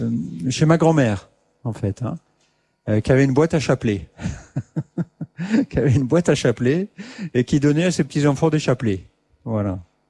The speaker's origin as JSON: {"language": "French", "region": "Grand Est", "country": "France", "tie": "born or raised there", "said": "Voilà, j'étais scout dans ma jeunesse en Alsace."}